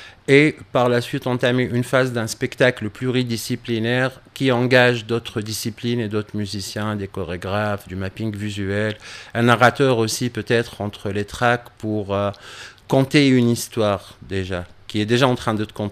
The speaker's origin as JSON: {"language": "French", "country": "Tunisia", "said": "on est tunisien et tout ce qu'on fait, il vient de la Tunisie. Et tout ce qu'on est, il nous a été donné par la Tunisie."}